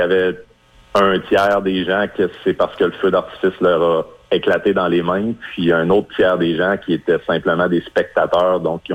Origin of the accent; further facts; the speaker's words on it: Sept-Îles, Quebec, Canada; chez nous à Sept-Îles